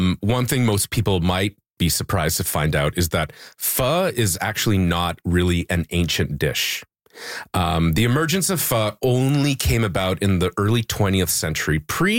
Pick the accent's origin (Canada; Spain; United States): Canada; Vancouver, British Columbia; now in Montreal, Canada; I'm originally from Vancouver, and back in Vancouver, I gorged on Chinese style noodles, wonton noodles, braised brisket noodles.